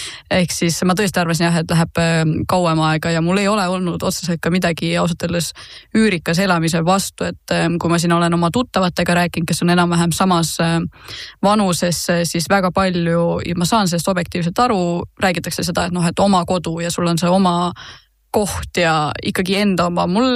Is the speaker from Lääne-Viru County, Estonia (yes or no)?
no; Tallinn, Harju County, Estonia; also born or lived in Tartu; kui ma ise tagasi Tallinnasse kolisin Tartust ülikoolist tulles, siis ma alguses elasin esimesed mingid kuud vanematega